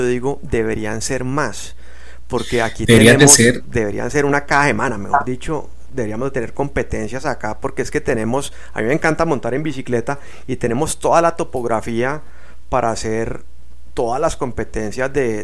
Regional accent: Cali, Valle del Cauca, Colombia; now in La Cumbre, Colombia; Mire, yo vengo de Cali, vuelvo y digo, llevo mucho tiempo acá.

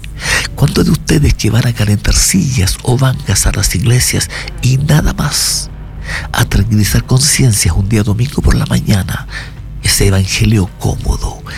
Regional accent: Chile; En mi país, Chile

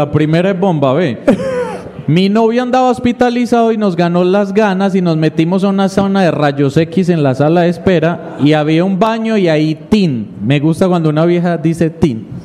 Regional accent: Antioquia, Colombia; a mí no me gustan los frijoles, siendo paisa y toda la vaina.

